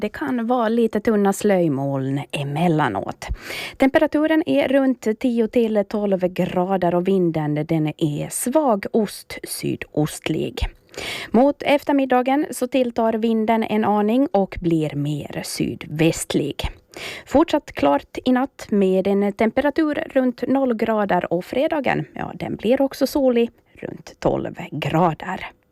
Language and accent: Swedish; Karis, Uusimaa, Finland; now in Åland, Finland; Min hemmastad, där jag är född och uppvuxen, alltså Karis, fyller 700 år i år.